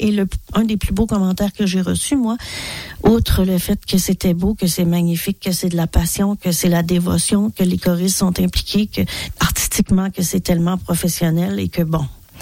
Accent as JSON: {"language": "French", "region": "Quebec", "country": "Canada", "said": "comme on dit chez nous au Québec"}